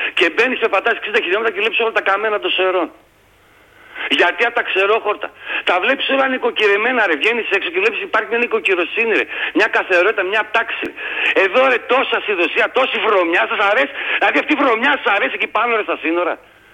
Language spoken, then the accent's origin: Greek; Greece